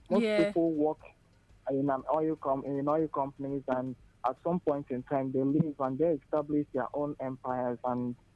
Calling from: Anambra, Nigeria

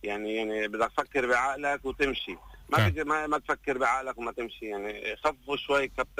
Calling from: Tripoli, North Governorate, Lebanon; من طرابلس

